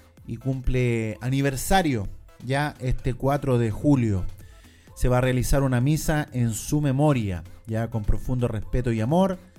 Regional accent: Pencahue, Maule, Chile; mi gran orilla de Pencahue, mi tierra natal, mi tierra querida de orilla de Pencahue, donde tengo mucha gente.

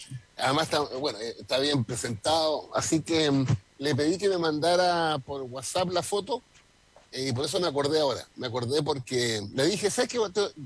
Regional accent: Chile; somos dos chilenos

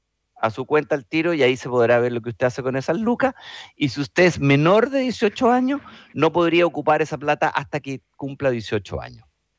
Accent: Chile; los 18 millones de personas que somos los chilenos, o cuántos seamos los chilenos.

